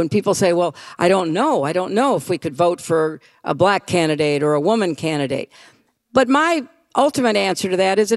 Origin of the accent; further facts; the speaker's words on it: New York, United States; But I'm not a Mainer. I'm a New Yorker.